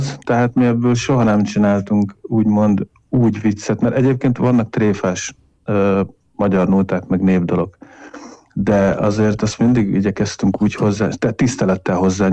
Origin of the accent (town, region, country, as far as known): Hungary